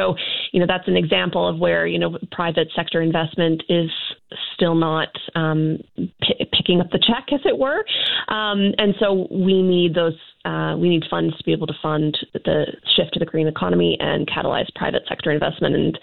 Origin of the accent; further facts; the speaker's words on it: British Columbia, Canada; You know, I think as British Columbians, a lot of us are looking forward to the jobs that this is going to generate.